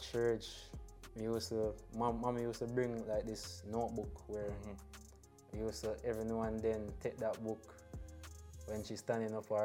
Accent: Longville Park, Clarendon, Jamaica; I'm from Clarendon, Longville Park. Mm-hmm. Finished Calabar

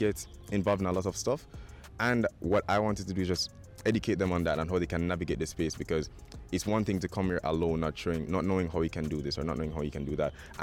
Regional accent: Montego Bay, Saint James, Jamaica; moved away as an adult; I'm from Montego Bay, St. James, and I attended the Herbert Morrison Technical High School. And then I moved forward to the Montego Bay Community College. That's where I'm from.

